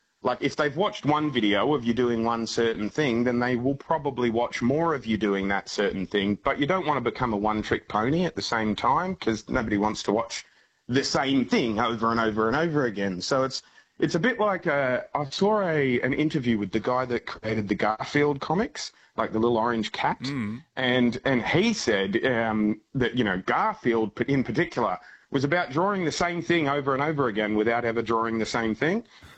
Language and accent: English; Australia; also born or lived in New York, United States; I grew up in Australia, but I moved to America for a period of about 5 years between 2018 and the end of 2024, or the start of 2024, sorry.